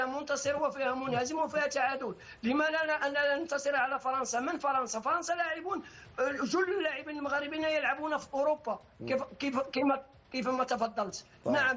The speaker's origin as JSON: {"language": "Arabic", "country": "Morocco", "said": "احنا كمغاربة"}